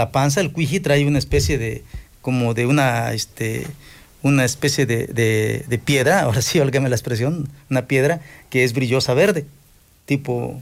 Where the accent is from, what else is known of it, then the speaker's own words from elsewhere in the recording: Raboso, Puebla, Mexico; aquí, en mi pueblo Raboso